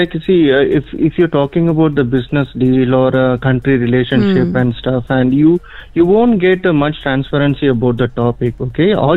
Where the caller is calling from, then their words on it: South India, India; I am from South India, so.